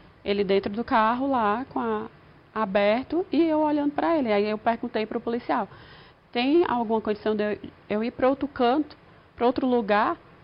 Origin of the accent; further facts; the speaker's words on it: Fortaleza, Ceará, Brazil; moved away; E eu não tenho ninguém, eu não sou daqui, eu sou de Fortaleza.